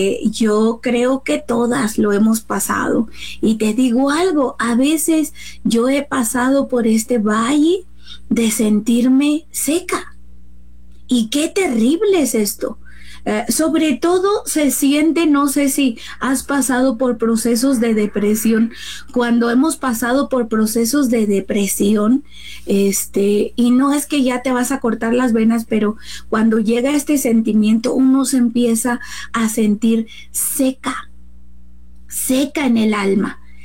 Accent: Mexico; nosotros como mexicanos

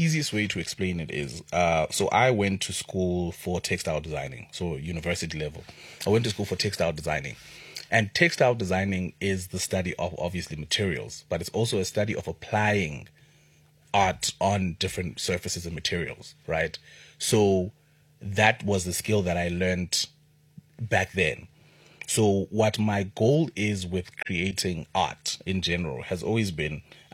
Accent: Eastern Cape, South Africa; I grew up in the Eastern Cape, where I come from a place where people just speak Xhosa

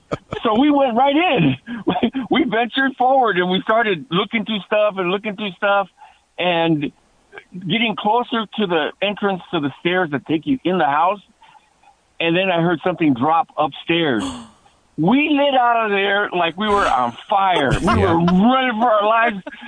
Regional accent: Chicago, Illinois, United States; moved away; I grew up in Chicago, in the south side of Chicago.

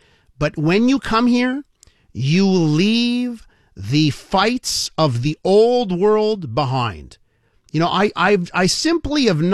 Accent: Canada; We don't want that here in Canada. We're in Canada. We're all Canadian.

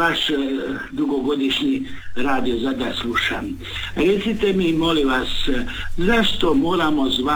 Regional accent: Zadar, Zadar County, Croatia; born there; ja sam rođen na Putamiki davne 54. godine

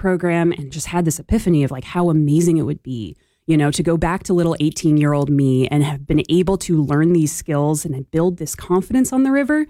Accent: Boise, Idaho, United States; I also grew up in Boise. I grew up in the Treasure Valley and I was fortunate enough to be running around the foothills all throughout my childhood.

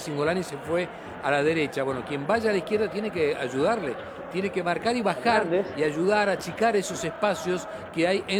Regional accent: Mendoza, Argentina; nosotros como mendocinos nos ponemos contentos cuando la pelota va para un lado y sufrimos cuando va para el otro

